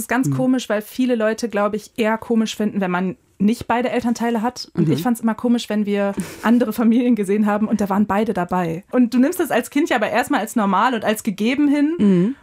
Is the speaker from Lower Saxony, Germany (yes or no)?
yes; Achim, Lower Saxony, Germany; Aber ich bin auf dem Land in Baden groß geworden, also ein Vorort von Achim, zusammen mit meiner Schwester.